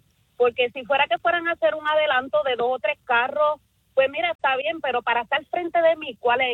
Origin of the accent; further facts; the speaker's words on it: Puerto Rico; Sí, yo soy boricua.